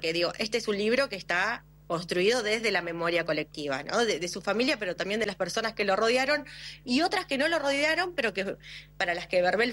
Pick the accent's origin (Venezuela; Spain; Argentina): Argentina; Neuquén; moved away; also born or lived in La Plata / Brazil; cuando volví a vivir a Neuquén, yo soy de Neuquén, tuve unos cuantos años en La Plata, después en Brasil